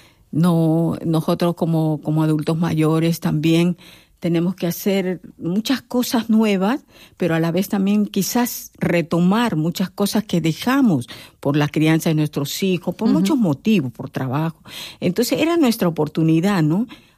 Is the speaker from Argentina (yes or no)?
no; Peru; moved away as an adult; also born or lived in South Korea; now in Almería, Spain; una peruana que viene con su vestimenta